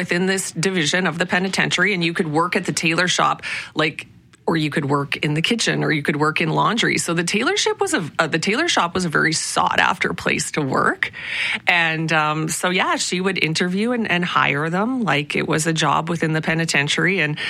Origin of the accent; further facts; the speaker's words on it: Prince Albert, Saskatchewan, Canada; But yeah, growing up in Prince Albert, Saskatchewan, and then high school was really where it was a pivotal moment